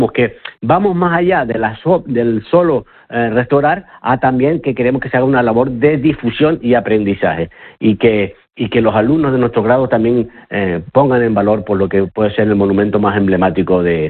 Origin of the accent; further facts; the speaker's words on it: Canary Islands, Spain; yo soy de la zona, yo soy de San Miguel de Eneto